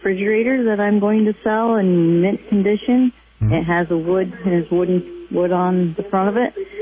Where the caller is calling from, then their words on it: Jay, New York, United States; I'm from Jay, New York.